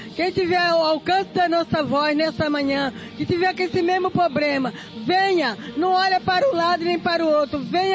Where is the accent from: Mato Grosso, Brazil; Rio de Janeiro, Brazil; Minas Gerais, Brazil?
Rio de Janeiro, Brazil; Itaboraí; eu vim de Itaburaí.